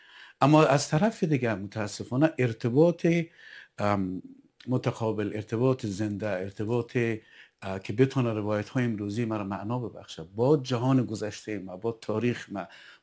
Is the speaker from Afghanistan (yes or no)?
yes; Behsud, Maidan Wardak, Afghanistan; born there; now in ?; ما فرض کنیم در منطقه سرخ‌آباد ولایت بهسود به دنیا آمدیم